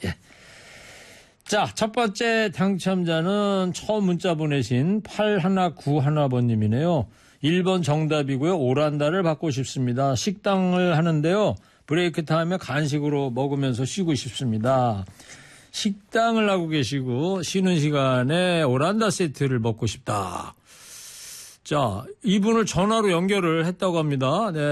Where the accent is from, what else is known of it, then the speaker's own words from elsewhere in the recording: Anseong, Gyeonggi Province, South Korea; 저는 뭐 저쪽 더 동쪽으로 삼죽 쪽이고.